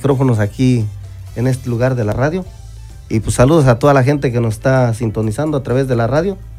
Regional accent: Santo Domingo Tianguistengo, Oaxaca, Mexico; mi pueblo, Santo Domingo Tianguistengo, uh-huh, lugar de la pitaya.

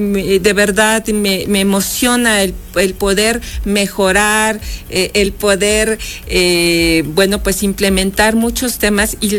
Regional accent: Puebla, Mexico; soy poblana

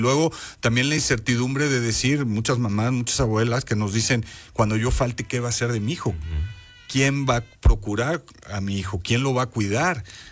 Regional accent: Mexico; 29 años, pues diría yo, de una tradición muy bonita de hacer algo juntos como mexicanos.

